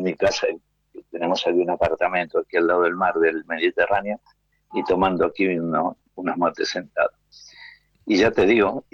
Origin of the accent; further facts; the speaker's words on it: Argentina; moved away as an adult; also born or lived in Galicia, Spain; now in Spain; Yo nací aquí en España, en Galicia, y con menos de 2 años, 1 año y medio, mis viejos se ve que les encantaba llevarme a estudiar a Argentina, y fuimos a Argentina.